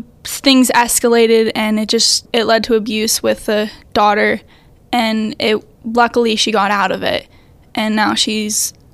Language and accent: English; South Allegheny, Pennsylvania, United States; I'm 17 from South Allegheny.